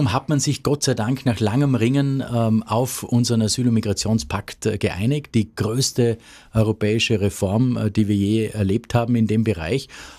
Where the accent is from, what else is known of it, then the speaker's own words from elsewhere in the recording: Höchst, Vorarlberg, Austria; aber natürlich kenne ich die Schweiz gut, weil ich eben an der G